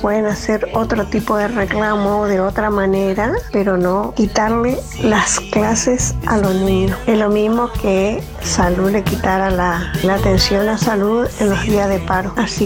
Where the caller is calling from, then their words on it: Resistencia, Chaco, Argentina; de Resistencia